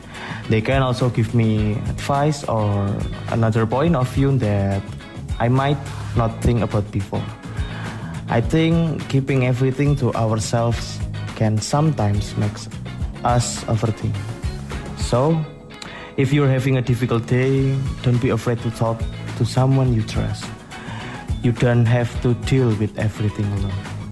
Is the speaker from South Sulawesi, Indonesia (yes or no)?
no; Sragen, Central Java, Indonesia; English is a second language; I'm from Sragen.